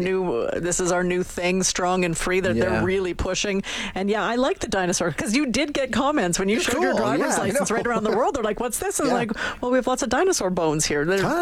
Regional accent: Saskatchewan, Canada; born there

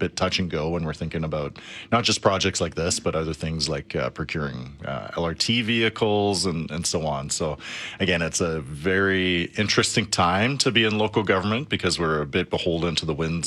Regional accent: Calgary, Alberta, Canada; because I grew up in Northeast Calgary

